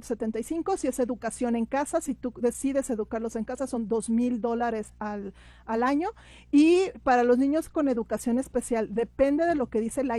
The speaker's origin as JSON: {"language": "Spanish", "town": "El Paso", "region": "Texas", "country": "United States", "also_born_or_lived": "Arizona", "said": "estuvimos haciendo ese trabajo en Arizona por muchos años, pero ya estamos aquí en El Paso, yo soy del Paso"}